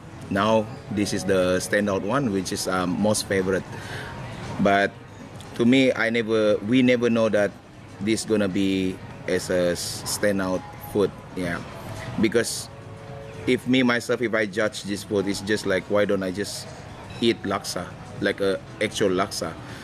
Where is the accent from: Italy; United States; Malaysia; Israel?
Malaysia; English is a second language; now in Melbourne, Australia; I grew up in Malaysia, and then I've been working in Melbourne.